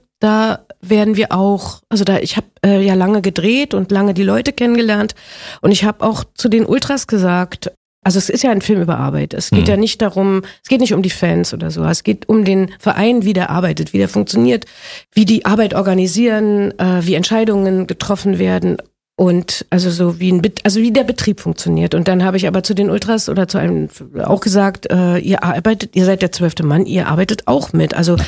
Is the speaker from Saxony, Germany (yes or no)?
no; Berlin, Germany; Ich komme aus der Gegend, für mich ist Union vertraut, für mich ist es Heimat.